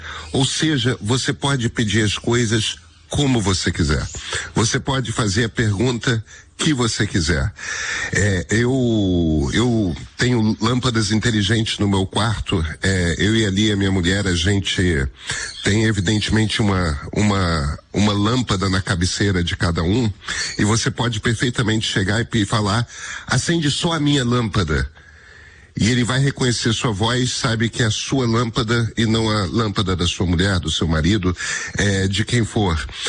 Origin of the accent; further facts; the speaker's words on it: Rio de Janeiro, Brazil; Eu sou carioca, gente. Não, a gente não nasceu pra isso.